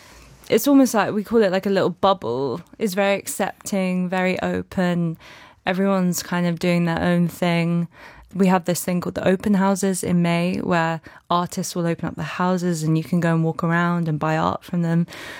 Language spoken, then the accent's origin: English; Brighton, South East England, United Kingdom; also born or lived in London; We moved from London to Brighton when I was very young.